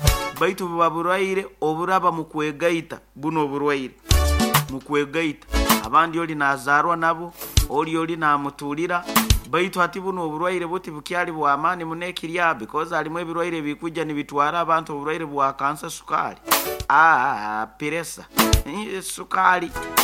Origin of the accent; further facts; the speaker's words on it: Rugasari, Western Region, Uganda; from Rugasari. Greetings to all people. Of Kiakawadima and my family in Rugasal.